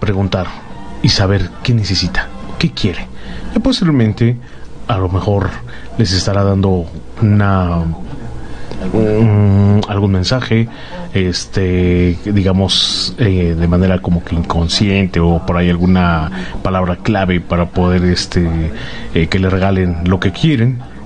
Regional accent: Mexico; pues les comento que nosotros, como buenos mexicanos, comenzamos la festividad para Día del Padre.

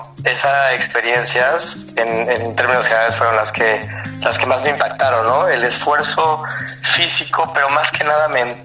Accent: Mexico; quise representar pues mis raíces, ¿no? Que siguen siendo mexicanas y serán siempre

